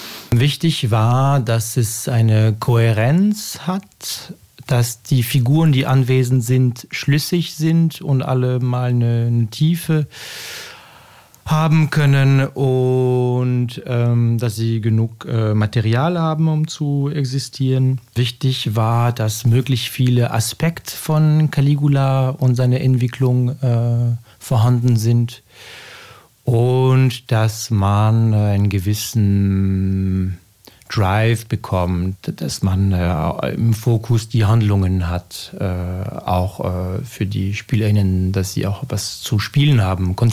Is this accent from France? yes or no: yes; France; German is a second language; moved away as an adult; now in Vienna, Austria; Ich bin Franzose und das ist auch Schullektüre. Das heißt, das kenne ich aus Frankreich.